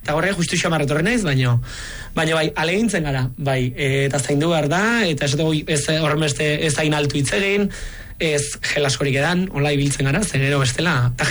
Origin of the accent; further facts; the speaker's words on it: Hendaye, Nouvelle-Aquitaine, France; also born or lived in Bayonne, France; Ni sortzez, Baionan sortu eta Hendaian bizi betitik. gurasoak egia da, gipuzkoarrak, bai.